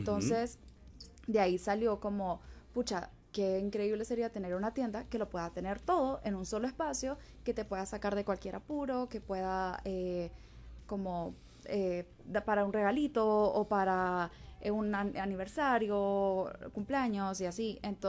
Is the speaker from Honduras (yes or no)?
yes; Tegucigalpa, Francisco Morazán, Honduras; Tengo 26 años, soy de Tegucigalpa.